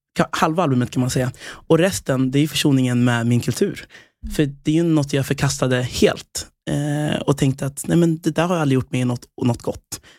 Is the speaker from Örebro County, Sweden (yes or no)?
yes; Nora, Örebro County, Sweden; born there; also born or lived in Västerås; det var i Nora utanför Örebro. Det var där jag växte upp som längst då, i Sverige. De åren, och de åren i Västerås där jag bodde också.